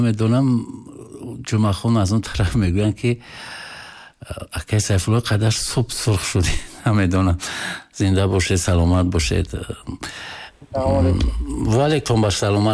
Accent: Afghanistan; born there; من خیلی شکر میگم که در همین خیر وطن به دنیا آمدم

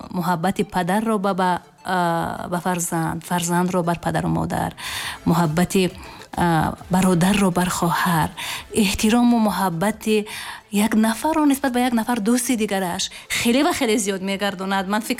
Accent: Tajikistan; پاشی دارد در وطن عزیز ما تاجیکستان.

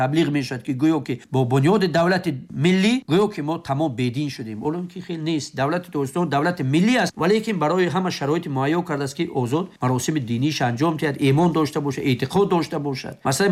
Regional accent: Tajikistan

